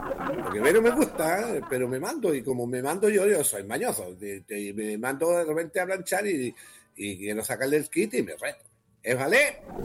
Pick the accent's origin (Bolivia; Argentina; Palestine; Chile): Chile; Maule; nosotros que somos de Maule